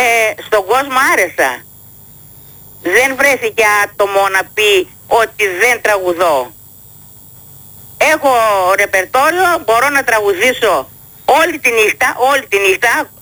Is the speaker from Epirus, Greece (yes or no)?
yes; Ioannina, Epirus, Greece; moved away as an adult; also born or lived in Germany; γύρισα εδώ, στην πατρίδα μου, στον τόπο μου